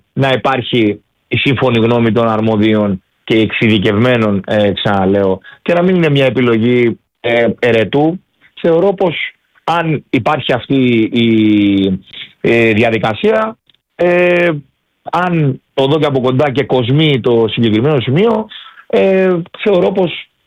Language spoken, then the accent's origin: Greek; Rhodes, South Aegean, Greece; εκτός από ροδίτης πολίτης, είμαι και αιρετός του Δήμου Ρόδου